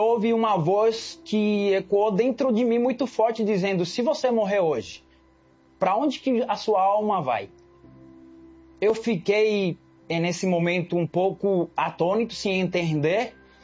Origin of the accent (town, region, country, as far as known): Cuba; born there; Portuguese is a second language; moved away